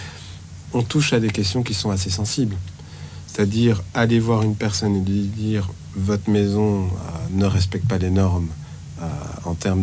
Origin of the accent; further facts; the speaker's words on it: Belgium; pas si loin de chez nous, en Belgique